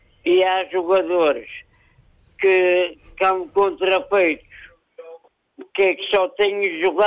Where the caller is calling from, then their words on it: Norte, Portugal; Eu sou do Norte